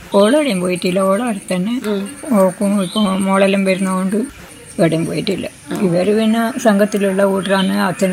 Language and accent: Malayalam; Kerala, India; born there; also born or lived in Perumbachal